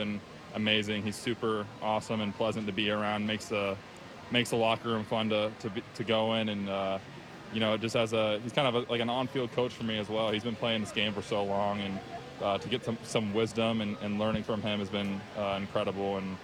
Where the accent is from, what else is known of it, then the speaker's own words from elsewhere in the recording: Iowa, United States; moved away; I'm from Iowa originally